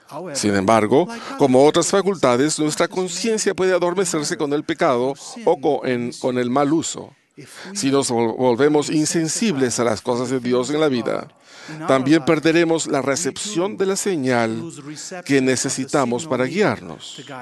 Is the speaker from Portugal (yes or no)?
yes; Portugal; En Portugal, mi país natal, por ejemplo, durante el período de descubrimientos del siglo XV